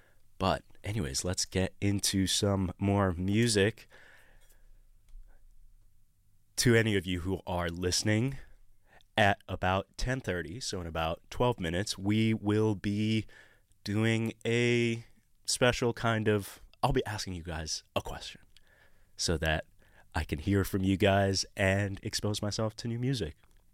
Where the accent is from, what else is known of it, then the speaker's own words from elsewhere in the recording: Egypt; now in Australia; I've been here for 5 years and I had never heard that before. I'm coming from Egypt where it's just constant dry heat